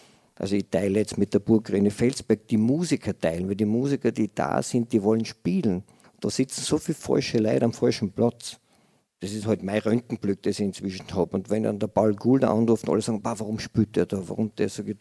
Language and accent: German; Fürstenfeld, Styria, Austria; Ich komme aus einem Arbeiterviertel, aus Fürstfeld, bin mit denen alle aufgewachsen.